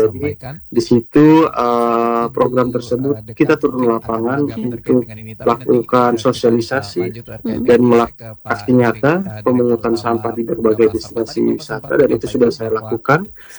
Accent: East Nusa Tenggara, Indonesia; Jadi menurut saya tidak malu ketika saya berasal dari Nusa Tenggara Timur, malah saya sangat bangga

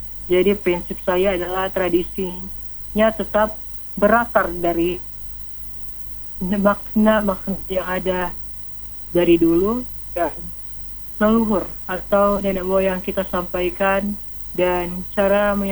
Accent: North Sulawesi, Indonesia; born there; kita bisa bangga menjadi Nusa Utara karena kita anak yang lahir di situ

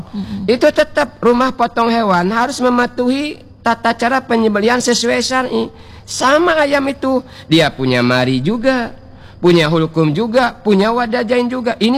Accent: Bangka Belitung Islands, Indonesia; kata kita orang Bangka.

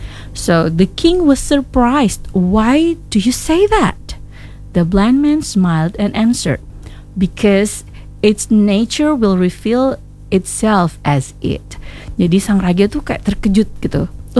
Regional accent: South Sulawesi, Indonesia; kalau kita orang Bugis bilang letuk memeni napa cukaki lo gitu, kalau bahasa Bugisnya kayak gitu.

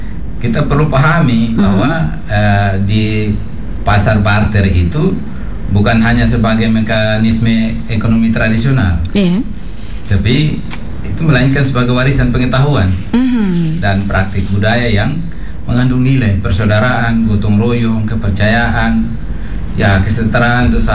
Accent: Indonesia; saya besar di Teluk

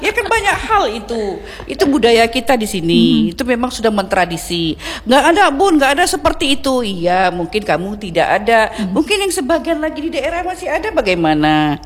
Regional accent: Aceh, Indonesia; Ngurusin suami, suami harus kita siapin, apalagi kita Aceh.

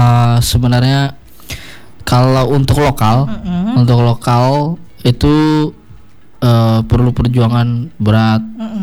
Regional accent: Central Kalimantan, Indonesia; sebuah karya kita, orang Kalimantan Tengah.

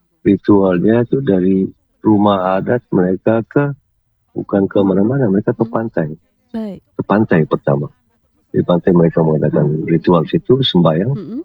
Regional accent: East Nusa Tenggara, Indonesia; kewajiban kita sebagai pemerintah, sebagai orang Sumba itu sendiri, Sumba Timur itu sendiri, dengan berbagai cara.

